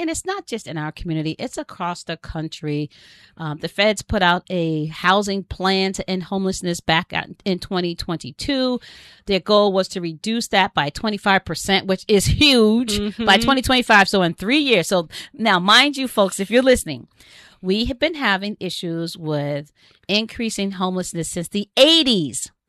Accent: New Jersey, United States; now in New Hampshire, United States; I grew up in New Jersey

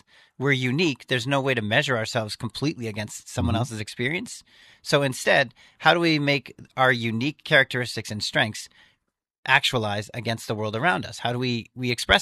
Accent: Pembroke, New Hampshire, United States; I was born in Hanover. I don't think the hospital actually exists anymore. But I grew up in Pembroke, which is just outside of Concord.

